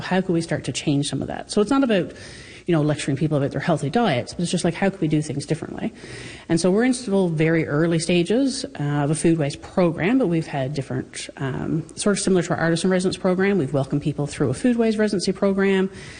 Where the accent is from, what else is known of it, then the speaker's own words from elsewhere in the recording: Fogo Island, Newfoundland and Labrador, Canada; Well, I mean, as a Newfoundlander and a Fogelander, I can tell you, we like to complain